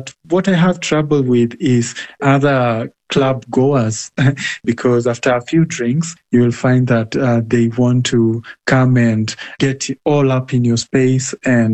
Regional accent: Nakuru, Nakuru County, Kenya; My experience is quite different here in Kenya, especially in my hometown of Nakuru.

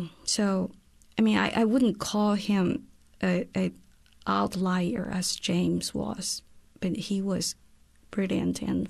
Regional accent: China; So I grew up in China, and for instance, when I was little, all the adults wou

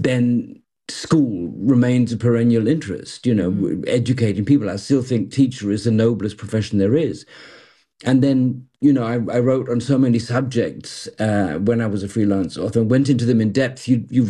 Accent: Malaysia; also born or lived in London, United Kingdom; now in Germany; as a kid, I was born in London and grew up in the what it was then the Federation of Malaya, became Malaysia later. Still, sort of both of them second homes.

